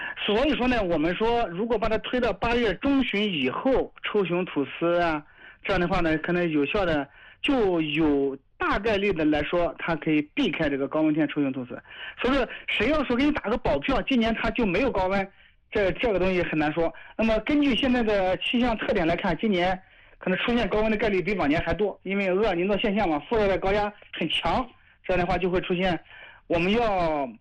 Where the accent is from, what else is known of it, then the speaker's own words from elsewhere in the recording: Guzhen, Anhui, China; 因为我们淮河两岸就是我的老家，固镇这边